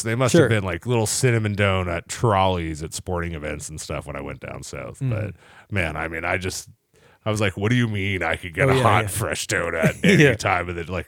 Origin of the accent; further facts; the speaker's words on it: Canada; we're both Canadian.